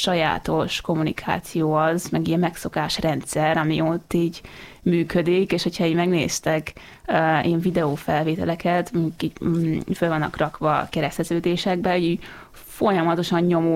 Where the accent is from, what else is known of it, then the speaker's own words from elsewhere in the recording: Budapest, Hungary; also born or lived in Netherlands; én 8 kerbe nőttem föl